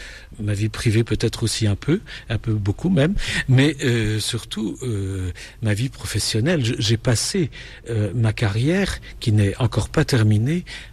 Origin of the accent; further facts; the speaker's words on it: Besançon, Bourgogne-Franche-Comté, France; born there; je suis né à Besançon, et à l'époque, en 1951, voilà, chacun fera le calcul, Besançon était une ville provinciale très reculée.